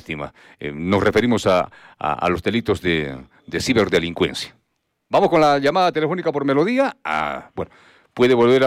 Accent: Arequipa, Peru; los arequipeños siempre nos hemos caracterizado de ser hospitalarios, ¿no? Porque aquí tenemos, convivimos pues con gente que ha venido no solamente del extranjero, sino de otras regiones

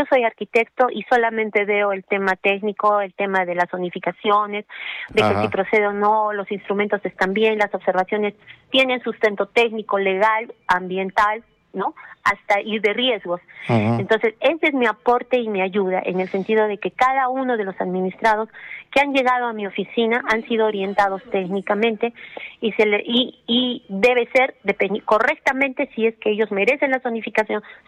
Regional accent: Socabaya, Arequipa, Peru; Muy buena arequipeña y como buena arequipeña nacida al pie del volcán, yo soy de Socabaya y soy una mujer, una mujer fuerte.

